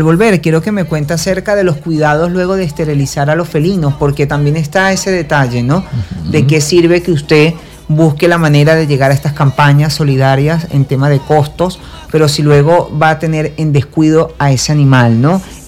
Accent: Venezuela; y especialmente del país donde estoy, Venezuela. Cuesta entender, pero así somos los venezolanos.

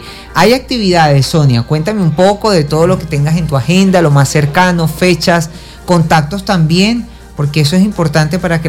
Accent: Venezuela; aunque estoy en mi país y no he tenido la necesidad por ahora de irme del todo

